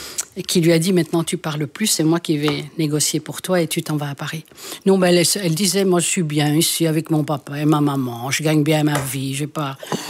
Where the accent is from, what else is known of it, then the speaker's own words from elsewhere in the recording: Brussels, Belgium; moi je suis bruxelloise de naissance, je suis marolienne.